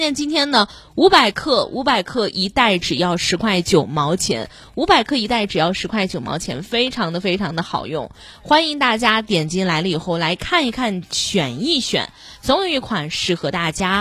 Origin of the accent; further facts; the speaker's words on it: Northwest China, China; 因为我们西北人过日子